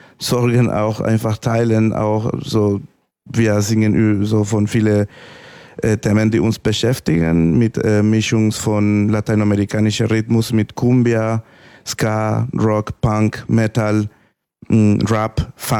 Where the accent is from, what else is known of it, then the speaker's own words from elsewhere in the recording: Nicaragua; German is a second language; now in Germany; Ich komme persönlich aus Nicaragua und wir haben da eine Diktatur